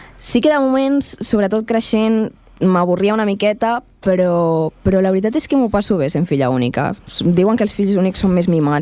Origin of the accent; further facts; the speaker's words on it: Catalonia, Spain; also born or lived in Bolivia; visc amb la família de ma mare, que és catalana, i jo he crescut sempre aquí a Catalunya.